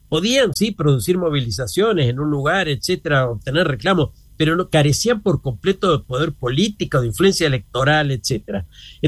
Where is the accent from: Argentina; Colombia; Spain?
Argentina; que éramos de Argentina